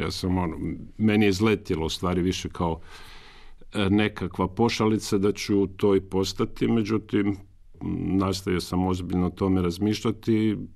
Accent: Umag, Istria County, Croatia; Ovako, ja sam rođen i odrastao i školovan u Umagu.

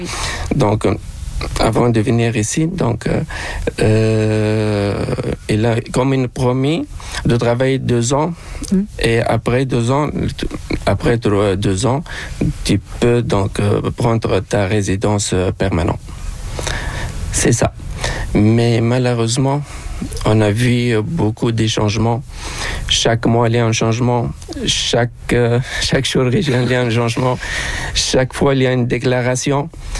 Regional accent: Tunisia; moved away as an adult; now in Quebec, Canada; ma femme, elle a resté pendant un an chez nous, à Tunisie

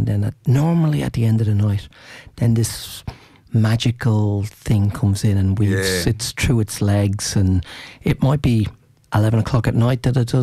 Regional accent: Ireland; I think as an Irishman, I think it's just our birthright.

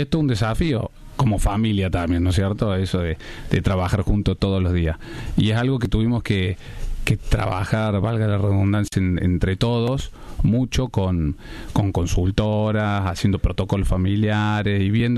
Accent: Córdoba, Argentina; born there; tuvo un montón de cosas aquí en Córdoba, porque nosotros nacimos en Córdoba

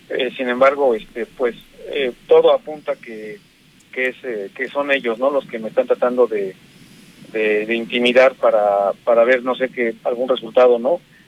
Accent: Mexico; lo que más debemos de hacer nosotros como mexicanos, ya no hablo como gobernados, yo creo que hablo ya como mexicanos

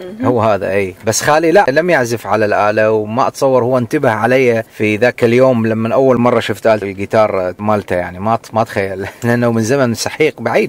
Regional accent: Iraq; moved away as an adult; now in Australia; وانا كبرت وترعرعت اوفرسيس يعني في العراق فترة التسعينات.

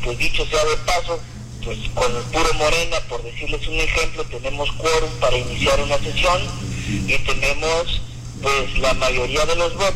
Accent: Acapulco, Guerrero, Mexico; porque todos saben que yo pues soy originario de Acapulco, así que pues uno siempre quiere, ama y extraña la cuna que lo vio nacer.

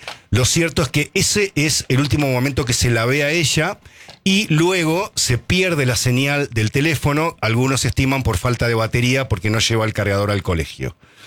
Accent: Colonia Caroya, Córdoba, Argentina; born there; Yo pasé mi infancia en Colonia Carolla desde los 8 años, porque un familiar mío tiene una bodega.

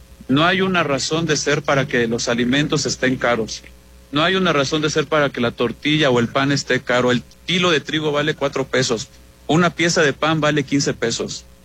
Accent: Mexico; Todos somos mexicanos, todos somos afectados por la violencia.

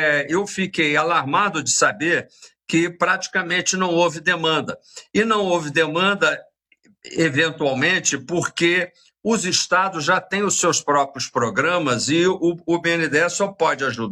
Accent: Rio de Janeiro, Brazil; Sou carioca e, portanto, tenho alta sensibilidade para a questão da segurança.

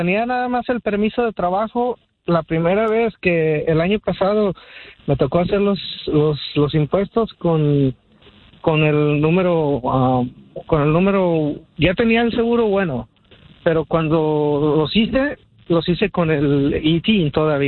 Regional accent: León, Guanajuato, Mexico; Yo soy de Guanajuato.

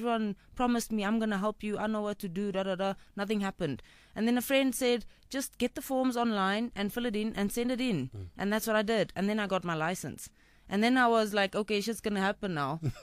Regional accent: South Africa; I'm from Fitas. It's actually called Freda Park

